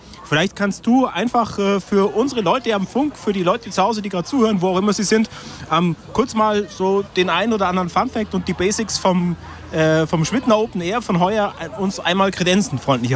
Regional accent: Germany; now in Switzerland; Also als Deutscher

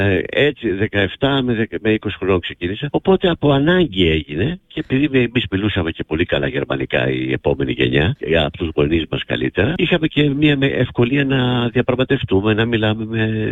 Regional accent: Katerini, Central Macedonia, Greece; born there; Εδώ γεννήθηκα και απλά μένουμε εδώ έξω από την Κατερίνη. Ξέρεις, Κατερίνη, και γεννήθηκα στην Κατερίνη

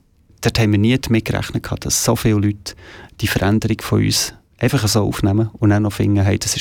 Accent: Schlieren, Zurich, Switzerland; born or raised there

